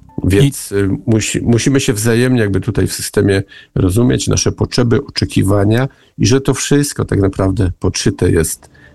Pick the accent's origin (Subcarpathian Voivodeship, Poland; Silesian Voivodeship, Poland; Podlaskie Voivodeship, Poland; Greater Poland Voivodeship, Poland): Silesian Voivodeship, Poland; Sam pochodzę z Górnego Śląska.